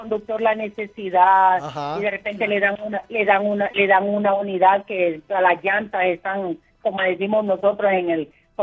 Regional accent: Siguatepeque, Comayagua, Honduras; Porque soy de Siguatepeque, Comayagua

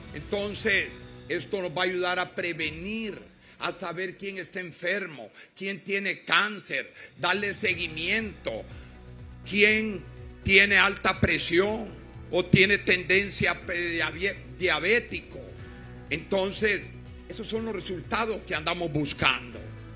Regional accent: Honduras; Aquí todos somos hondureños

